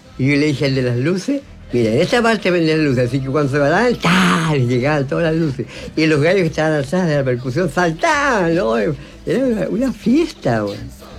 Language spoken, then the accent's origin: Spanish; Chile; el Chico Viergo y yo somos los únicos de Chile que ganamos dos veces.